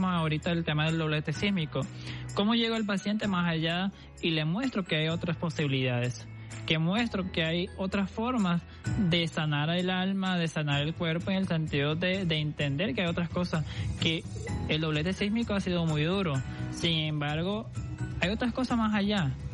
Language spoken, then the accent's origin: Spanish; Brazil; Spanish is a second language; now in Venezuela; No soy venezolano. ¿De dónde eres? Soy de Brasil.